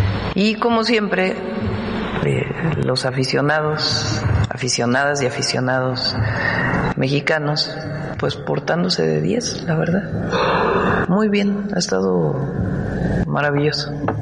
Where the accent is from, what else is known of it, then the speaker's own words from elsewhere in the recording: Mexico; Es que habla de cómo somos los mexicanos.